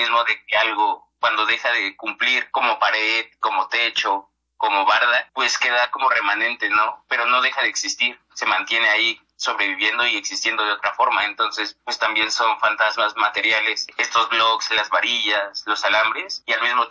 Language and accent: Spanish; Tláhuac, Mexico City, Mexico; now in Taxco, Mexico; Yo nací y crecí allá en Tláhuac, y ya después de ahí me vine aquí a estudiar a la Facultad de Artes, pero no en Xochimilco, me vine a Taxco